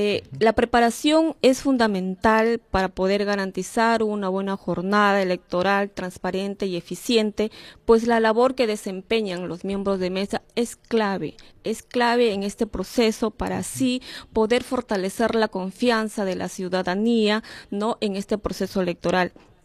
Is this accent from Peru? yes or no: yes; Peru